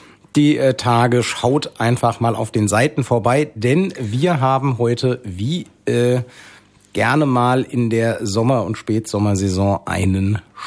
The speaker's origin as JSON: {"language": "German", "town": "Hanau", "region": "Hesse", "country": "Germany", "said": "Ich komme ja aus der Weststadt, also Kesselstadt West."}